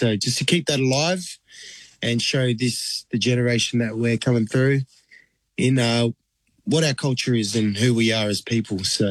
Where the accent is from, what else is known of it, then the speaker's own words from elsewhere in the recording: Perth, Western Australia, Australia; We're born and bred in Perth, but our roots lie in Aotearoa